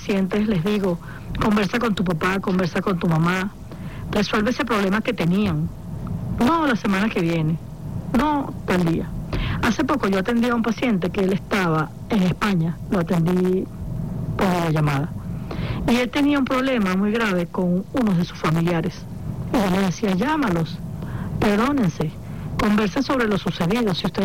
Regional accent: Venezuela; somos hermanos venezolanos que nos necesitamos los unos a los otros

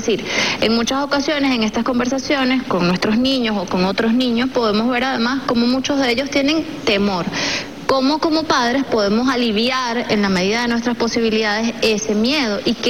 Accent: Venezuela; como venezolanos y venezolanas

